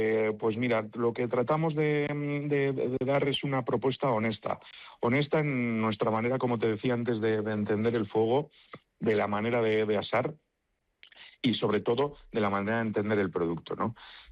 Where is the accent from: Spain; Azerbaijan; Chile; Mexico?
Spain; Vitoria-Gasteiz, Basque Country; Pese a ser de Vitoria